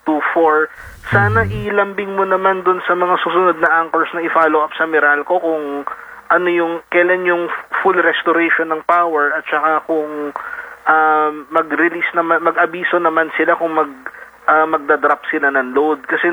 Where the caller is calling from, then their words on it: Imus, Calabarzon, Philippines; dito sa amin sa Imus Cavite.